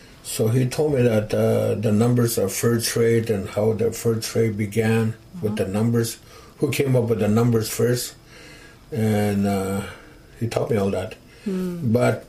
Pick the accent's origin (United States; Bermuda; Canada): Canada; Detah, Northwest Territories; also born or lived in Dettah; now in Ndilo, Canada; And I've been living here quite a while. I was raised in Deda. Then my dad moved to the city of Yellowknife, and that's how I ended up in Dilo.